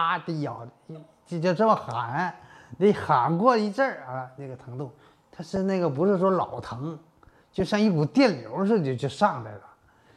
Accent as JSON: {"language": "Chinese", "region": "Heilongjiang", "country": "China", "said": "我是来自黑龙江的。"}